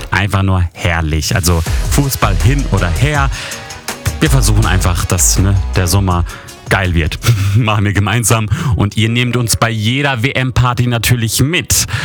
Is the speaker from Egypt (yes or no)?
no; Bosnia & Herzegovina; now in Germany; nebenbei muss ich auch sagen, mein Heimatland Bosnien und Herzegowina ist mit dabei.